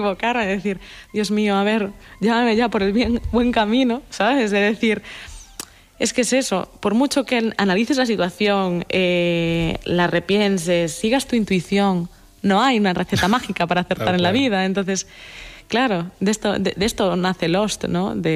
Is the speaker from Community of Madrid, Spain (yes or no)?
no; Galicia, Spain; Y yo como buena gallega, también.